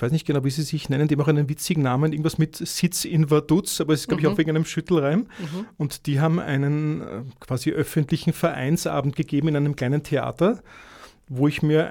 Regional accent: Vienna, Austria; dadurch, dass ich in Wien aufgewachsen bin, im Wienerischen ein bisschen

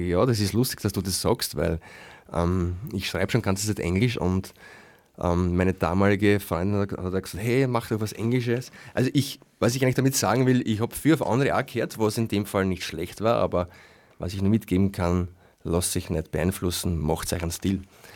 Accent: Burgenland, Austria; now in Berg, Austria; Naja, ich bin ja eigentlich aus KC. Das heißt, ich komme aus dem Burgenland, wohne jetzt seit 17 Jahren eine Ortschaft weiter. Das ist ein Berg, das ist in Niederösterreich. Das heißt, eigentlich bin ich sozusagen burgenländischer Niederösterreicher.

